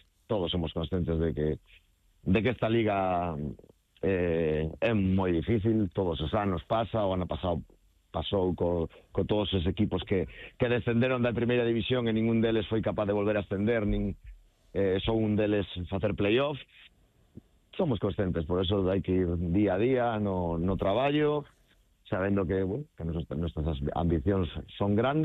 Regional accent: Galicia, Spain; eu que son moi galego, non? Son moi da miña terra

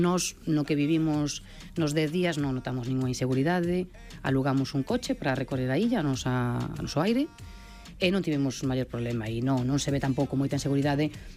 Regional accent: Galicia, Spain; pero que sendo español e galego, pois é moi sí, complicado, tes o nivel moi alto, non?

